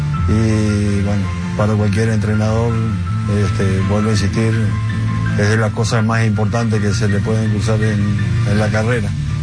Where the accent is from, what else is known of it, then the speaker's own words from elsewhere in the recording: Uruguay; Bueno, somos uruguayos, toda una vida dedicado al fútbol, prácticamente de los 8 o 9 años.